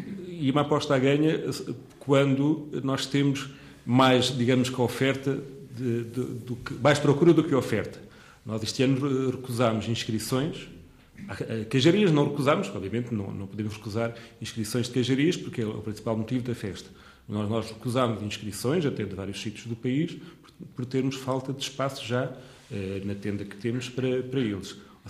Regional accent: Soalheira, Centro, Portugal; quando nós dizemos que somos da Soalheira

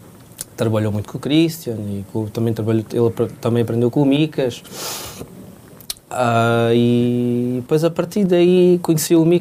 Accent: Beja, Alentejo, Portugal

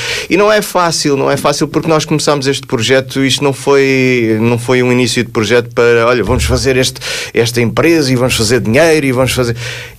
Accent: Portugal; moved away as an adult; now in Toronto, Canada; nós sentimos-nos sempre portugueses, porque foi aqui que crescemos e vivemos. Embora, neste momento, já vivemos há muito mais tempo no Canadá do que vivemos aqui em Portugal

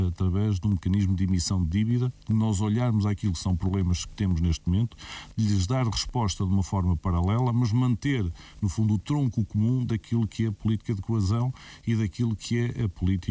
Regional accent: Peso da Régua, Norte, Portugal; eu particularmente, que sou de Peso da Régua

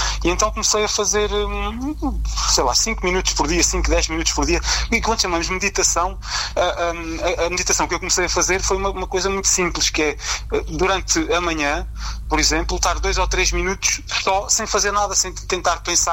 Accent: Abrantes, Centro, Portugal; now in Alfarrede, Portugal; portanto, eu tenho 52 anos, sou natural de Abrantes, vivo em Alfarrede

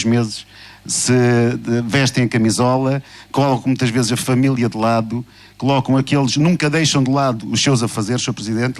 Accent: Faro, Algarve, Portugal; eu sou farense

